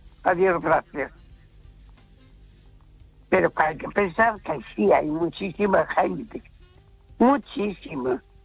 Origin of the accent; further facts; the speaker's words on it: A Coruña, Galicia, Spain; Buenas noches. … de Coruña.